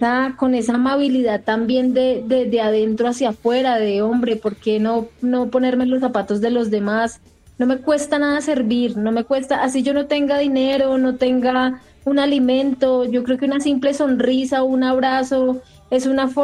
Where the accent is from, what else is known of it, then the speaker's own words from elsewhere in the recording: Colombia; nosotros como colombianos o latinos somos muy, muy calurosos, muy amables, muy sencillos, muy dados a los demás